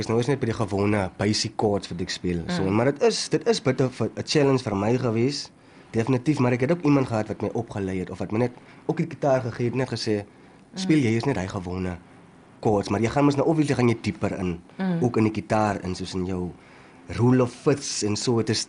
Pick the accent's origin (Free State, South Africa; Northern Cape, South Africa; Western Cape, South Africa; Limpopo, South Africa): Northern Cape, South Africa; Springbok; born there; accent: Namaqualand dialect; Ek is gebore in Namakwala, ja, in Springbok.